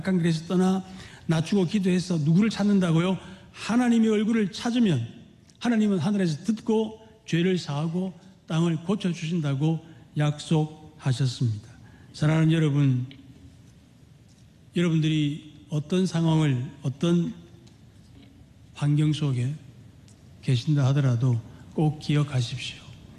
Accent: South Korea

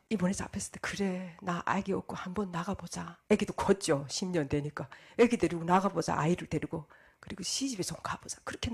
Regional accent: North Korea; moved away as an adult; also born or lived in China

